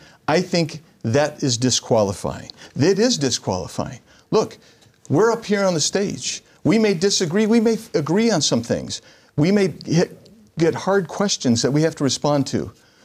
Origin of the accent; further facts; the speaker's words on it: Arizona, United States; I come from the Southeast Valley. And now I'm asking the voters of Arizona to come along and accept who I am